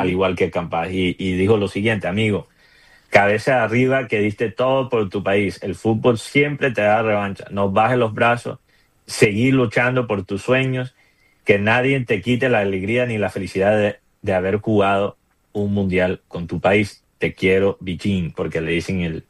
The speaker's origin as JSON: {"language": "Spanish", "country": "Colombia", "said": "sé la tristeza que hoy sentimos como colombianos"}